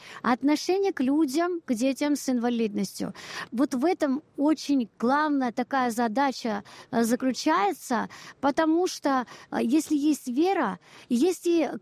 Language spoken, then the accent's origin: Russian; Abkhazia, Georgia; moved away; я как бы родилась в Грузии, в Абхазии